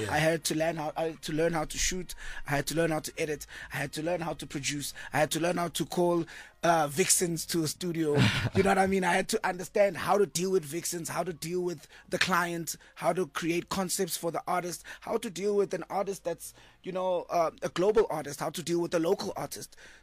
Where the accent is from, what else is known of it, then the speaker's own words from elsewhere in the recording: South Africa; now in Johannesburg, South Africa; I moved to Joburg